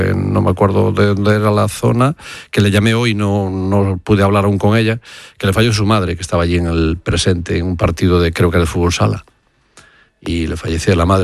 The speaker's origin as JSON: {"language": "Spanish", "region": "Galicia", "country": "Spain", "lives_now": "Madrid, Spain", "said": "yo soy muy apegado a la tierra, soy de Galicia y por lo tanto me gusta mi tierra."}